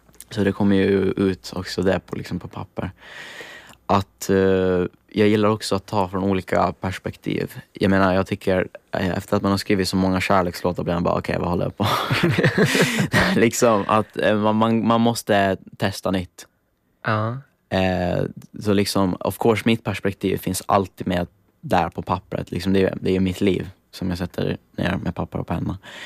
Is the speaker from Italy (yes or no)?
yes; Italy; Swedish is a second language; åtminstone på italienska där jag kommer ifrån